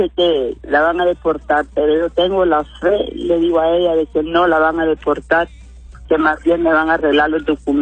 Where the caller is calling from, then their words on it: El Paraíso, Honduras; De aquí, de un lugar del departamento del Paraíso.